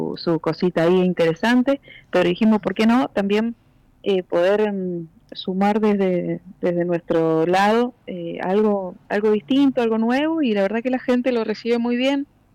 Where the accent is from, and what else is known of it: Mendoza, Argentina